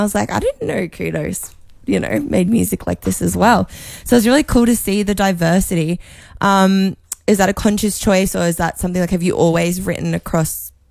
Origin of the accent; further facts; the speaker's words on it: Caloundra, Queensland, Australia; I'm a fellow sunny coaster. So yeah, I'm opposite end though, Caloundra.